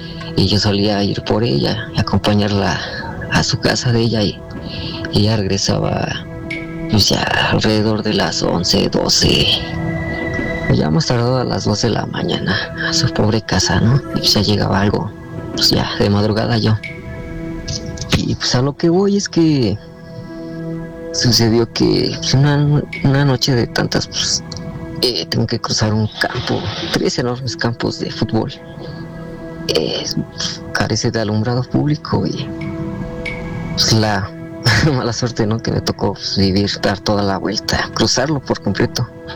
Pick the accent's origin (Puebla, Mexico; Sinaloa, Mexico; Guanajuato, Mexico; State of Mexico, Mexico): State of Mexico, Mexico; Toluca; Soy de Toluca y mi sobrenombre, pues, lo voy a poner así, ¿no? … Soy de Toluca y no daré muchos detalles donde ocurre esto